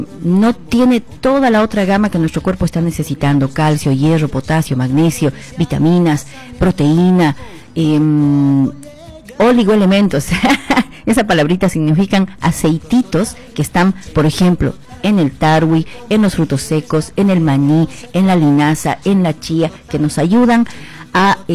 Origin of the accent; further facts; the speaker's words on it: La Paz, Bolivia; born there; yo viví las épocas de hacer fila por ahí cuando vivía en Achachicala, por el barrio de Mataderos y más arribita.